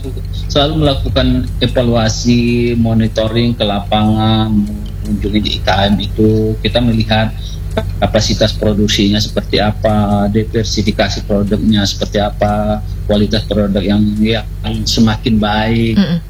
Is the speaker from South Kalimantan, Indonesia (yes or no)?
no; Bandar Lampung, Lampung, Indonesia; kita juga bangga sebagai orang Lampung, orang Bandar Lampung